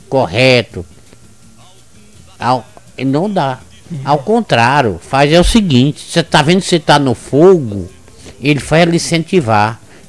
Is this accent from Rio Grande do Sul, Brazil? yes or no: no; Ipu, Ceará, Brazil; born there; Aí é por isso que eu nasci em Ipu.